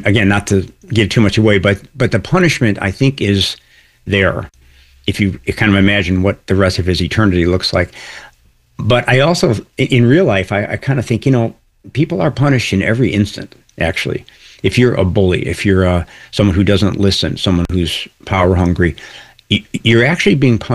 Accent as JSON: {"language": "English", "town": "Chicago", "region": "Illinois", "country": "United States", "tie": "born or raised there", "said": "I grew up in Chicago"}